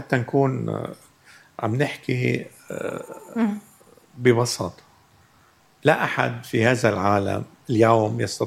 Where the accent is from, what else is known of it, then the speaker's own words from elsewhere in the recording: Lebanon; نحن كلبنانيين